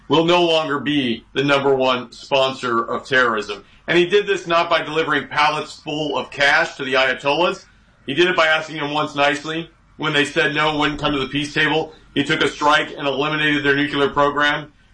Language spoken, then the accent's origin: English; Iowa, United States; like fertilizer, important to my home state of Iowa